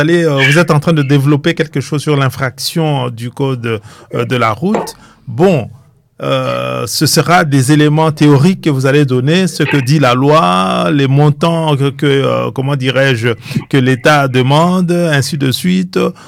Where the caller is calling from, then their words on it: Belgium; Non, non, moi je suis en Belgique, hein, ouais.